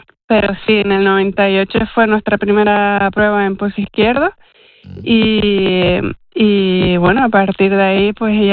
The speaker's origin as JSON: {"language": "Spanish", "region": "Canary Islands", "country": "Spain", "said": "siendo canarias, lo más sensato porque estamos rodeados de mar, hay olas, tenemos un buen clima todo el año y la verdad es que vivimos en el paraíso para eso."}